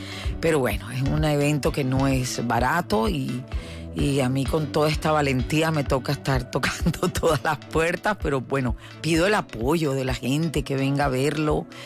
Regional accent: Barranquilla, Atlántico, Colombia; Soy barranquillera, soy caribeña.

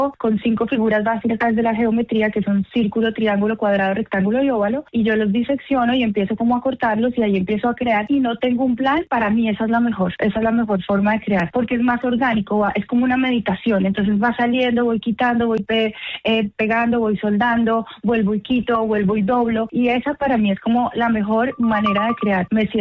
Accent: Bogotá, Colombia; yo soy de Bogotá, es la primera vez que vengo acá.

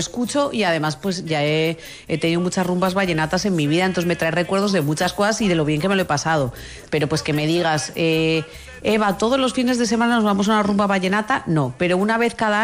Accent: Basque Country, Spain; soy del norte y vasca también.

